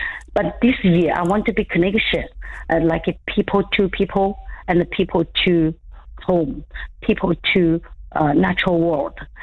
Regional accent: northern China, China; I'm from North China, grown up in a huge grassland, and grown up like a horseback.

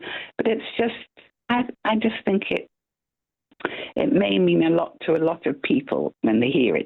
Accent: Scotland, United Kingdom; English is a second language; I'm actually Scottish.

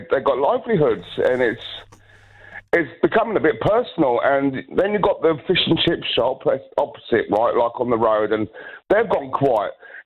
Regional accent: East Midlands, United Kingdom; If I was younger, I would have thrived, because I grew up in Derbyshire, and they are, in my opinion, Derbyshire hills are steeper but shorter, whereas Yorkshire hills are less steep but longer.

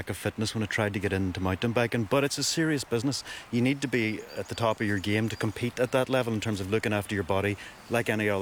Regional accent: Omagh, Northern Ireland, United Kingdom; Certainly when I was growing up in Omagh, we would have cycled out to the Gorching Glens

